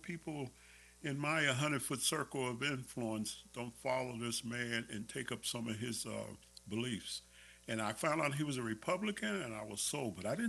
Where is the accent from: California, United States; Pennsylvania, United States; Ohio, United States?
Ohio, United States; Cincinnati; And so, I grew up in Ohio, and so in the inner city there of Cincinnati. Okay. So that's where I'm from.